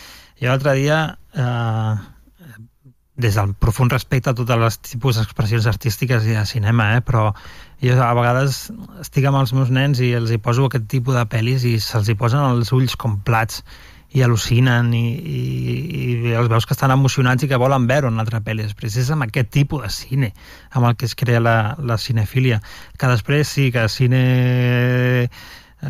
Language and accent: Catalan; L'Hospitalet de Llobregat, Catalonia, Spain; also born or lived in Barcelona; vaig anar a viure a l'Hospitalet, que és on vaig créixer. I amb la identitat dividida, perquè jo dormia a l'Hospitalet